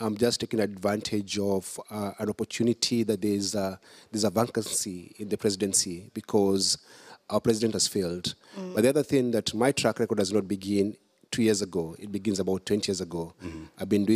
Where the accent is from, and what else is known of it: Kenya